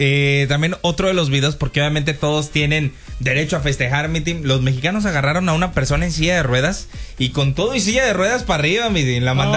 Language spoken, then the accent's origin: Spanish; Mexico; Oye, mi team, pues ya sabes que nosotros como mexicanos somos...